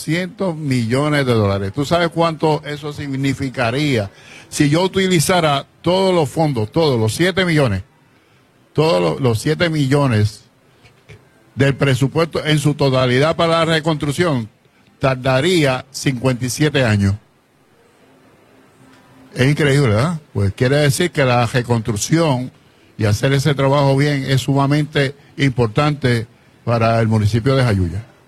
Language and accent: Spanish; Puerto Rico; Lamentablemente, pues lo siento como puertorriqueño